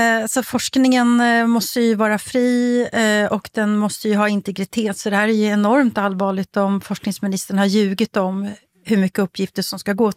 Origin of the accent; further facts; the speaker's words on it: Sweden; som svensk